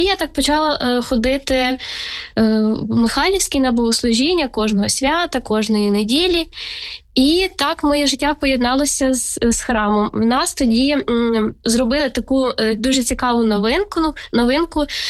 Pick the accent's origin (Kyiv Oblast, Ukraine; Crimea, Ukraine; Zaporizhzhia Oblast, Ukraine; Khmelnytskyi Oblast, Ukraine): Khmelnytskyi Oblast, Ukraine; На жаль, з маличку чомусь, я з Хмельниччини родом, ходили ми на свята